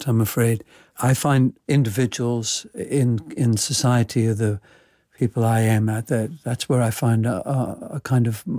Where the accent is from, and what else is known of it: England, United Kingdom